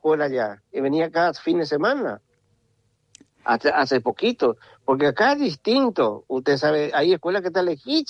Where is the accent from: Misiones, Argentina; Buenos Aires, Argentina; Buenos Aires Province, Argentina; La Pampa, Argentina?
Misiones, Argentina; El Dorado; en la misma casa donde yo nací, hice toda mi infancia hasta los 17 años, ponerle, ¿cierto? Hasta que hice toda mi primaria. Yo nací en un lugar, porque acá era todo por kilómetro. Yo nací en el kilómetro 14.